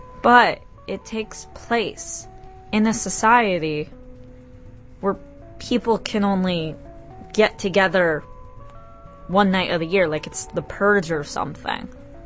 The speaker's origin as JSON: {"language": "English", "region": "New Jersey", "country": "United States", "said": "I'm from New Jersey."}